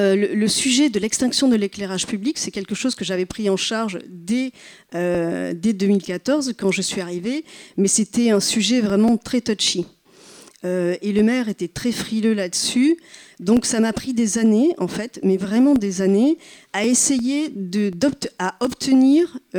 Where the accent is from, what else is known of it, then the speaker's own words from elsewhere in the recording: Libourne, Nouvelle-Aquitaine, France; Donc moi, je viens de Libourne. Libourne, je ne sais pas si ça vous évoque quelque chose. Donc Libourne en est en Gironde, on est au nord-est de Bordeaux, une trentaine de kilomètres.